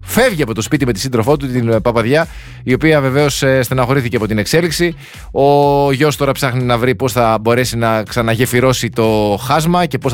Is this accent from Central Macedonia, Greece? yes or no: yes; Thessaloniki, Central Macedonia, Greece; born there; Θεσσαλονίκη, εκεί στην πατρίδα μου, τη γενέτειρά μου